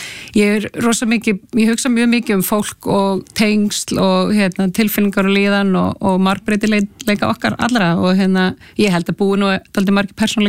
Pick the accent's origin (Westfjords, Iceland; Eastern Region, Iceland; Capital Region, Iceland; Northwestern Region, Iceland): Westfjords, Iceland; Trékyllisvík; ég er alveg upp í Trekkilsvík og Ströndum